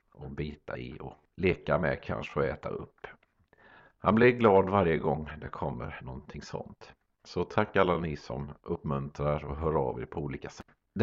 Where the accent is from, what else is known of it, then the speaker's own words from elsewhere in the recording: Sweden; Forsrum där jag kommer ifrån.